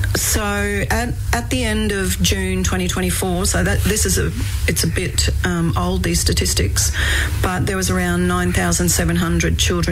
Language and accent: English; Queensland, Australia; So I'm a Kabi Kabi woman. I'm from the Sunshine Coast.